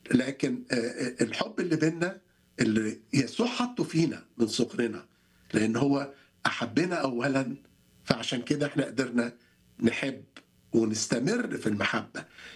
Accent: Egypt; فانا اتولدت فعلا في مصر وكنت موجود معاهم دايما في الكنيسه في ايام الاحد، وكنا بنروح مدارس الاحد وبنتعلم عن التربيه المسيحيه من صغرنا.

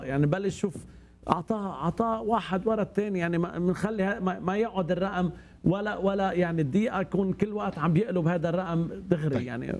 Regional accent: Lebanon; أنا كلبناني إذا بدي أحضر تلفزيون

